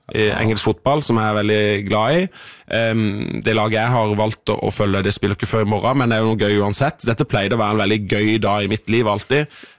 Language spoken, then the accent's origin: Norwegian; Søgne, Agder, Norway; Vi hadde øvingstid i Søgne, der jeg kommer fra.